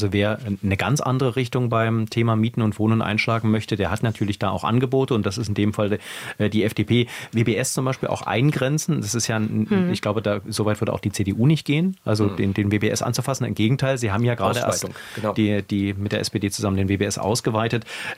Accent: Oranienburg, Brandenburg, Germany; born there; moved away as an adult; now in Berlin, Germany; ich bin gebürtiger Oranienburger, ich bin zum Studium, seit dem Studium bin ich in Berlin, war dann zwischenzeitlich mal weg.

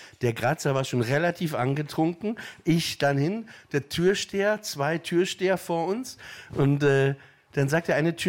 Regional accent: Papenburg, Lower Saxony, Germany; Ich meine, ich komme aus Papenburg im Emsland, ne, da ist das da benutzt man auch nicht so viele Worte

